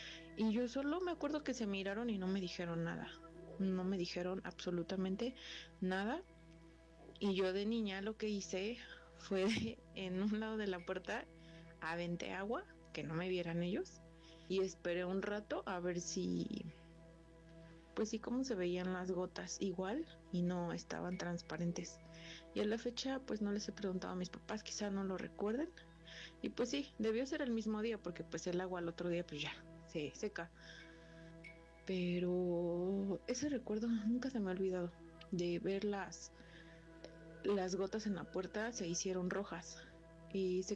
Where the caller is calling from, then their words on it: State of Mexico, Mexico; del Estado de México.